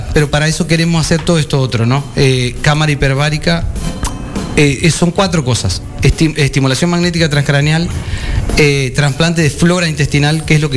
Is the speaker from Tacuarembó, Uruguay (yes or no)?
no; Salto, Uruguay; also born or lived in Montevideo / Canelones; Sí, yo soy nacido y nacido en Montevideo, criado hasta los 12 años acá en Salto.